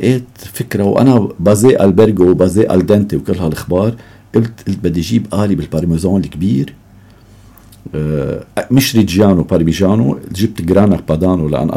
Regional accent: Beirut, Beirut Governorate, Lebanon; accent: Beiruti; ما يتضايقوا من لهجتي البيروتيه

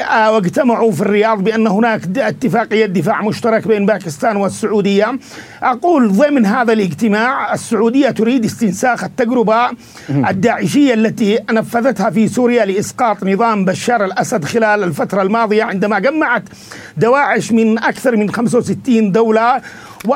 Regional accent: Al-Ma'afer / Al-Mawasit district, Taiz Governorate, Yemen; born there; المديرية المعافر والمواسط التي هي رأس مسقط رأسي

